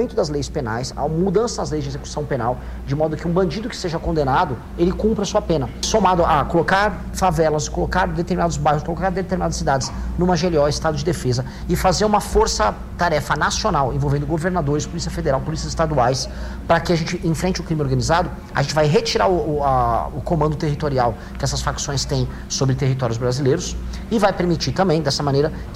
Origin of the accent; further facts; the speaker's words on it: Brazil; É um dever meu, como brasileiro, falar que o povo mineiro está votando muito errado num sujeito como o Cleitinho.